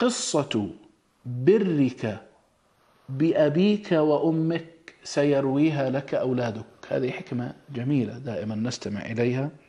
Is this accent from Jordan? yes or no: yes; Jordan; يعني البر والصلة والطاعة للوالدين من مميزات مجتمعنا الأردني بفضل الله تعالى.